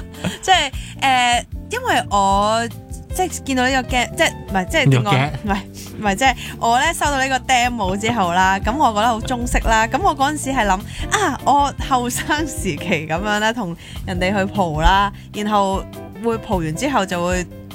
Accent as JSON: {"language": "Cantonese", "country": "Hong Kong", "said": "酒楼呢样嘢系一个即系我哋香港人唔同世代都好都会做嘅嘢噶嘛，"}